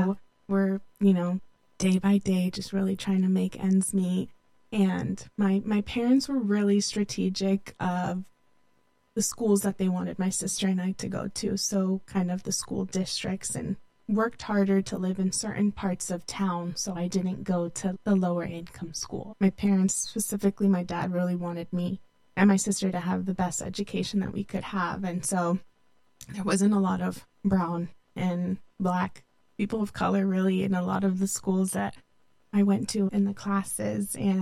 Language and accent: English; Redwood City, California, United States; Growing up, I grew up in the Bay Area in Redwood City.